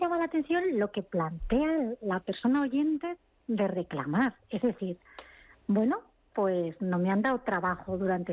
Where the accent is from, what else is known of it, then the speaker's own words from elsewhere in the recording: Cantabria, Spain; yo soy un cántabra también.